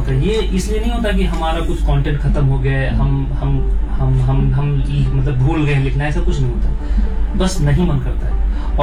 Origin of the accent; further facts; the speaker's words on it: Lucknow, Uttar Pradesh, India; मैं जैसे मैं लखनऊ से हूँ, तो उर्दू थोड़ी अच्छी ग्रिप है उर्दू पे, मगर उतनी भी अच्छी नहीं